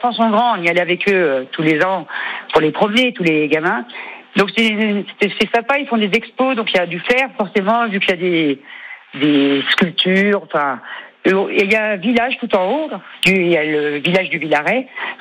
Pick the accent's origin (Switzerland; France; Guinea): France; Brittany; À moitié du Finistère, du cul du Finistère, du Finistère.